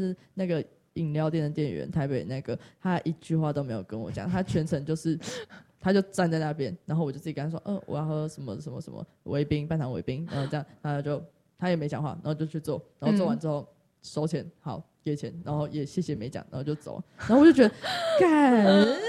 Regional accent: Yunlin County, Taiwan; moved away as an adult; now in Taipei, Taiwan; 对，我是云林人。

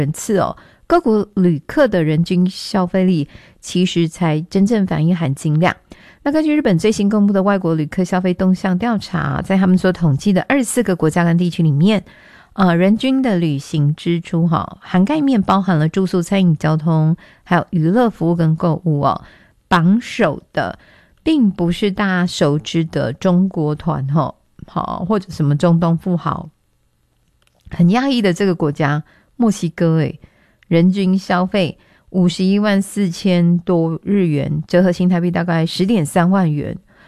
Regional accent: Taiwan; 我们台湾人

